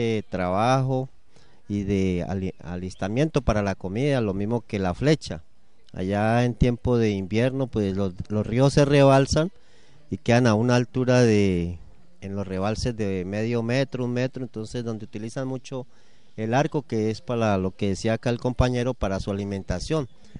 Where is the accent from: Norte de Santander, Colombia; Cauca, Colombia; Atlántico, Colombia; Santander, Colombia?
Cauca, Colombia; Miranda; soy de la vereda Caparrosal y en este momento acompaño como autoridad Cambues en el territorio.